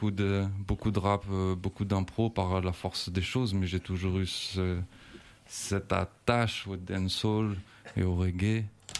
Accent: Montreuil, Île-de-France, France; Bah moi, je viens de Montreuil.

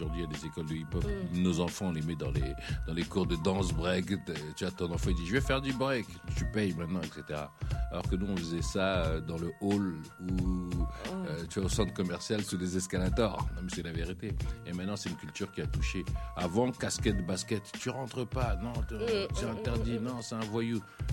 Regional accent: Sarcelles, Île-de-France, France; Bah, parce qu'en fait, j'ai grandi en même temps à Sarcelles, en 95.

